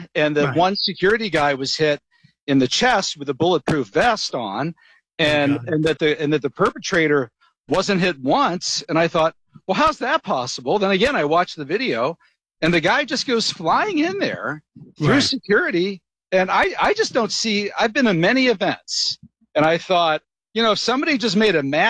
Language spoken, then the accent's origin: English; Butler, Pennsylvania, United States; my hometown of Butler, Pennsylvania.